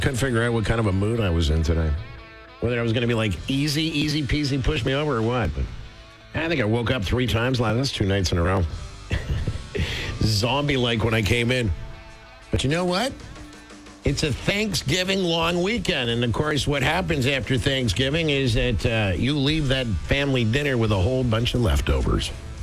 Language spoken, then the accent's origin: English; Toronto, Ontario, Canada; growing up in Toronto in the 80s